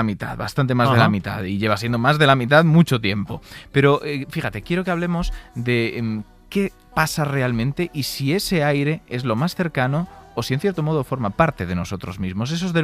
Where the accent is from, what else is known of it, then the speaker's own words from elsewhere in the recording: Galicia, Spain; Yo es que soy gallego, ¿eh?